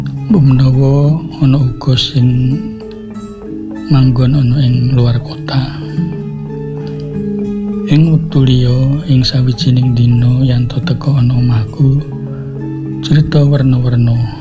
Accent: Banguntapan, Special Region of Yogyakarta, Indonesia; saking Banguntapan.

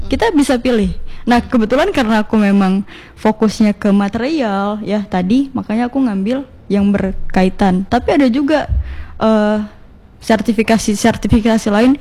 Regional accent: Batam, Riau Islands, Indonesia; born there; aku memang kelahiran Batam dan ber-KTP Batam

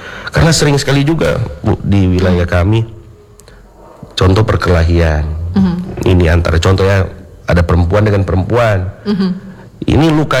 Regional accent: North Sulawesi, Indonesia; Sebagai orang Sulawesi Utara juga ya pasti sering dengar ya.

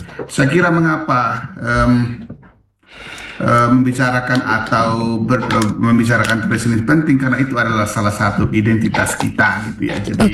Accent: East Nusa Tenggara, Indonesia; Karena ini adalah bagian dari identitas kita sebagai orang Sumba, dan wajarlah kalau kita mengajak anak-anak muda untuk mengenal dan merayakan sastra lisan yang kita miliki.

